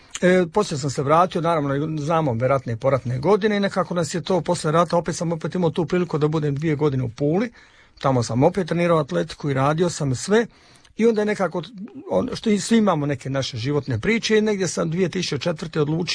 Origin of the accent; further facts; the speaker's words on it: Zenica, Federation of Bosnia and Herzegovina, Bosnia & Herzegovina; Ja sam inače rodom iz Zenice, iz Bosne i Hercegovine.